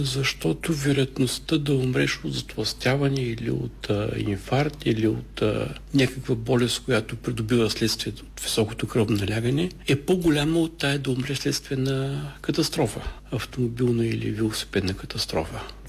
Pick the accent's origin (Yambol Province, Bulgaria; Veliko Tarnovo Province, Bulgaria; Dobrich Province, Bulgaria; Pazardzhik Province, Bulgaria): Veliko Tarnovo Province, Bulgaria; Veliko Tarnovo; now in Shumen, Bulgaria; моят роден град Велико Търново